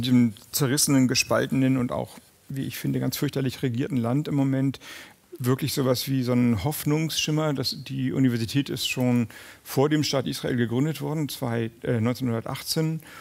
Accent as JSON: {"language": "German", "country": "Germany", "moved": "as an adult", "lives_now": "Copenhagen, Denmark", "said": "ich bin Deutscher"}